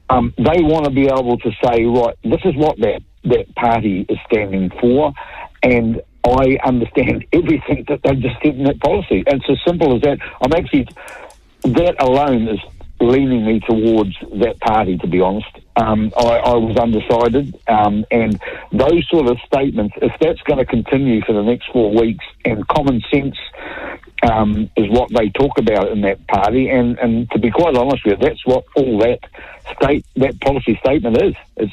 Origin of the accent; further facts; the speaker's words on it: New Zealand; I'm on a New Zealander